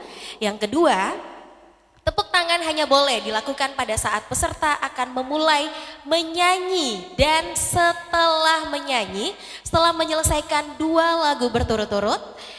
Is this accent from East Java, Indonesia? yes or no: no; Palu, Central Sulawesi, Indonesia; Kita kan orang Palu suka batende.